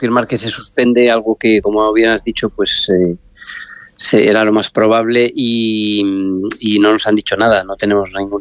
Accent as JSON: {"language": "Spanish", "region": "Galicia", "country": "Spain", "said": "Yo, que soy de Galicia, pues siempre estamos, vamos, que vivo en Galicia."}